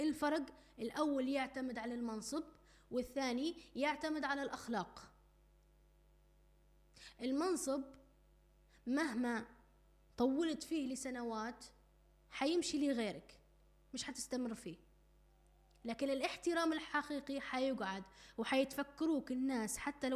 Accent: Libya; احنا كليبيين وناس بيتية واهل ومتربيين تربية سليمة وتربية صحية

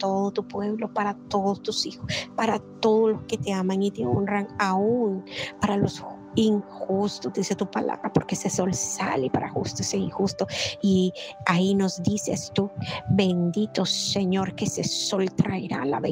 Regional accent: Nicaragua; Les saludo desde mi tierra, Nicaragua.

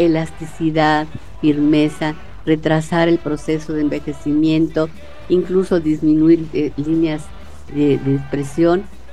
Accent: Mexico

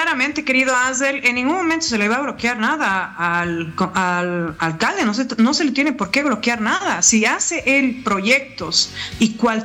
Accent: La Paz, Bolivia; los paceños somos unos guerreros en todo sentido. Hemos logrado construir una ciudad de más de 3,000 metros de altura.

